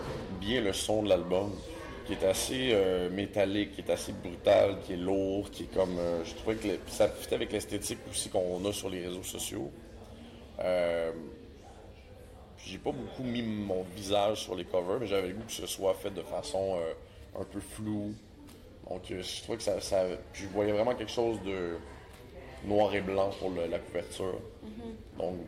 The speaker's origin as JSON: {"language": "French", "region": "Quebec", "country": "Canada", "said": "moi je viens de la Rive-Nord"}